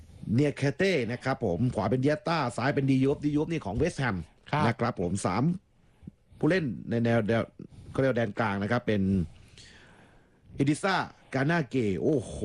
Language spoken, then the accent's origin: Thai; Southern Thailand, Thailand; ผมก็เป็นคนใต้เหมือนกัน